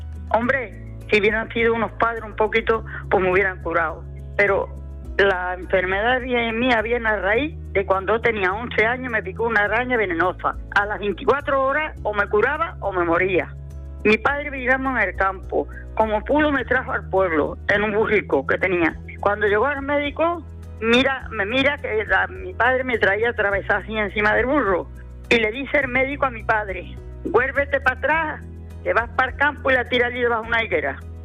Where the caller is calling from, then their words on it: Cartaya, Andalusia, Spain; aquí de Cartaya.